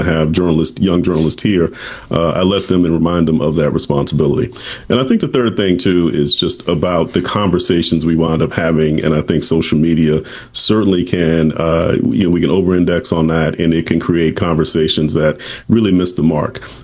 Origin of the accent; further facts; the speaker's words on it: the South, United States; I'm a Southerner